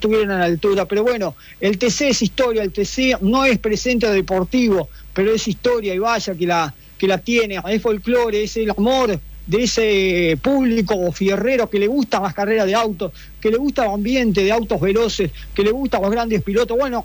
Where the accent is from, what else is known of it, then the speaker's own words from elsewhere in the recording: Argentina; como buenos argentinos que somos